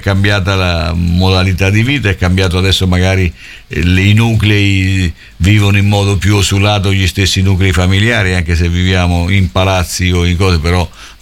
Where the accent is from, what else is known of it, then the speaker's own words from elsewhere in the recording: Macerata, Marche, Italy; come io da bambino stavo a Macerata, in un quartiere, insomma, quindi, e effettivamente era come stare in un villaggio